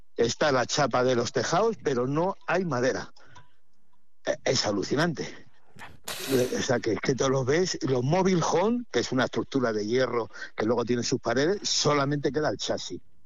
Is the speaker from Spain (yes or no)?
yes; Casillas, Spain; yo soy de Casillas, un pueblo de aquí al lado, y empecé a apagar fuego con 10 años.